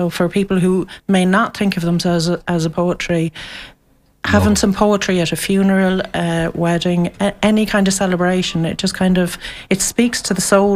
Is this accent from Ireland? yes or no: yes; Claremorris, Connacht, Ireland; I grew up near Claremorris, actually.